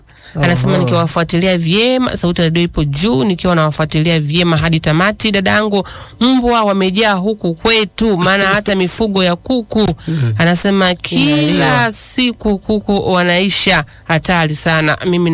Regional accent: Chato, Geita, Tanzania; natokea pande za Busalala Chato

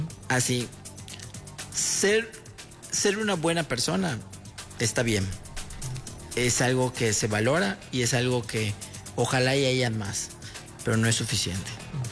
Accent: Yucatán, Mexico

